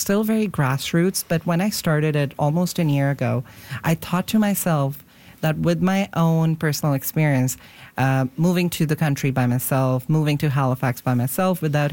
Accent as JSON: {"language": "English", "country": "India", "moved": "as an adult", "lives_now": "Vancouver, Canada", "said": "So I'm originally from India. I moved here when I was 19, and moving to a new country was a culture shock in itself."}